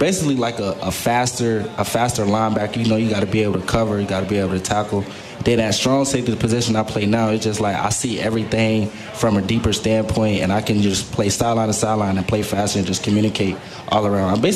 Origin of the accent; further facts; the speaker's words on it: Lake City, Florida, United States; moved away as an adult; now in Indiana, United States; I'm from Florida, so, like, football is really, like, all we know down there.